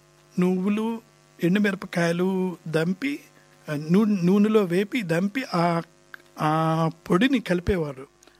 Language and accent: Telugu; Andhra Pradesh, India; మాది పాకు మాది పశ్చిమ గోదావరి జిల్లా వాణి వాళ్ళది